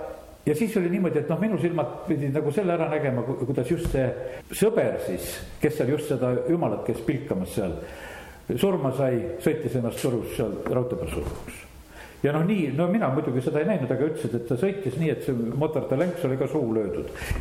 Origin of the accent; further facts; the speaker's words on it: Võru, Võru County, Estonia; kui elasin, noh, ütleme lapsena siin Võrus veel